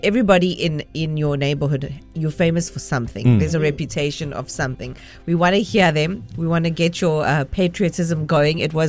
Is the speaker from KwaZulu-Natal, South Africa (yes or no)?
yes; Umhlanga, KwaZulu-Natal, South Africa; I'm from Mklanga.